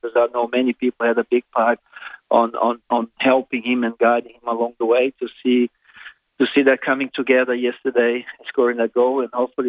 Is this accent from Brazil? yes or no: yes; Brazil; moved away as an adult; now in South Australia, Australia; I consider myself South Australian, even though I am, you know, grew up in Brazil and came here in 1994